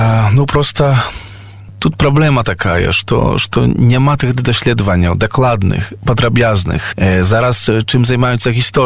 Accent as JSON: {"language": "Ukrainian", "region": "Podlaskie Voivodeship", "country": "Poland", "said": "а ми вижили, ми як білоруси у Польщі, ми як меншість вижили."}